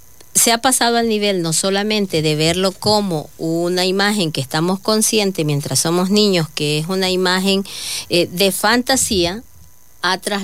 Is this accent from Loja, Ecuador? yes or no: no; Guayaquil, Guayas, Ecuador; Yo soy de Guayaquil